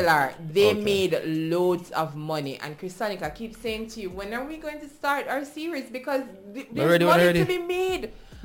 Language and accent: English; Jamaica